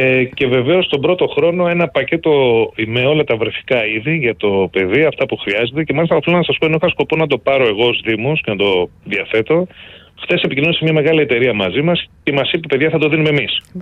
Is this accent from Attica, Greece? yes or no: no; Mavrata, Ionian Islands, Greece; moved away; πας και στην Κεφαλονιά, ας πούμε, στο χωριό μου